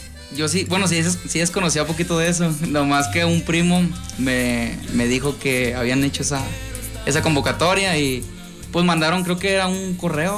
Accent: Parras de la Fuente, Coahuila, Mexico; Somos de Parras, Coahuila.

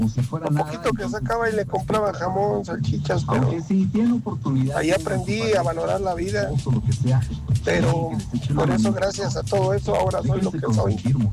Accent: Mexico; born there; moved away; Allá en mi tierra andaba cargando las bolsas ahí en Lomas de Sotelo y lavando carros.

